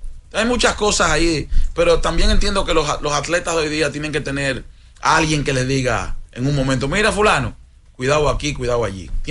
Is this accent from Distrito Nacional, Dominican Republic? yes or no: yes; Santo Domingo, Distrito Nacional, Dominican Republic; mi hermano Sandy, nos criamos en Capotillo los dos